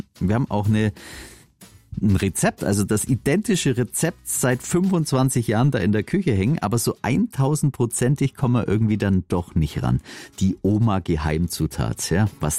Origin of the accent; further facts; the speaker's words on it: Swabia, Germany; Vor allem mir als Schwabe auch.